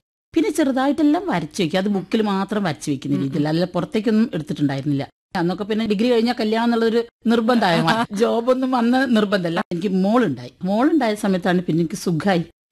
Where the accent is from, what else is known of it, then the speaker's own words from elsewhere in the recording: Kozhikode, Kerala, India; ഞാൻ കോഴിക്കോട്ടുകാരിയാണ്